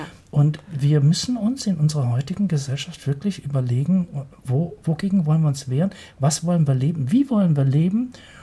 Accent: Germany; Ich bin Deutscher, aber mit Liberté, Égalité, Fraternité.

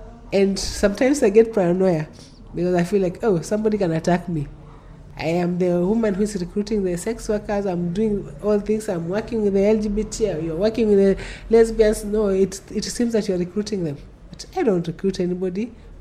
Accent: Kilifi, Kilifi County, Kenya; I come from Kilifi. You know, I cannot travel to Kilifi.

